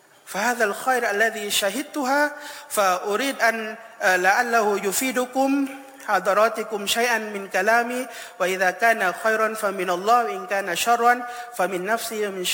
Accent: Thailand; بلادنا تايلاند

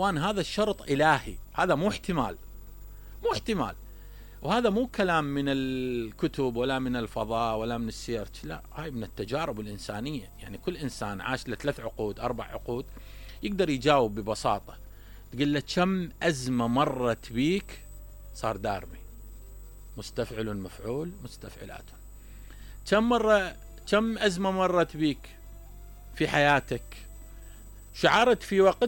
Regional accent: Iraq; احنا كعراقيين عشناها

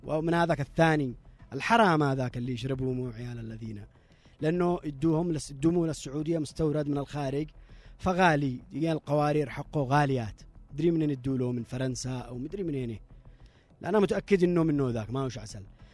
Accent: Yemen; احنا يمنيين

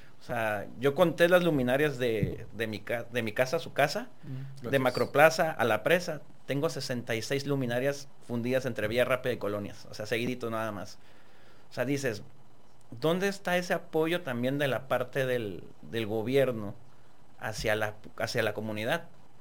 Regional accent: Tijuana, Baja California, Mexico; Yo nací en Tijuana, fui creado en Tijuana, así siempre les digo. Yo nací en Tijuana, fui criado y creado en Tijuana. Mis papás vienen de otros estados, pero yo soy 100% orgulloso tijuanense.

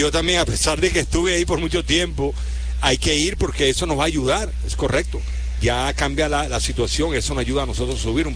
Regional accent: Venezuela; moved away; Yo vengo de Venezuela, hace años que llegué aquí en el año 85, y fue por eso, por jugar béisbol

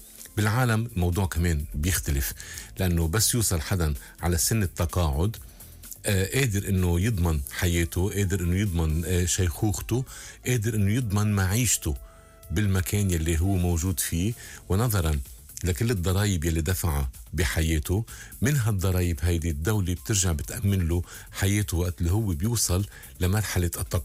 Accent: Lebanon

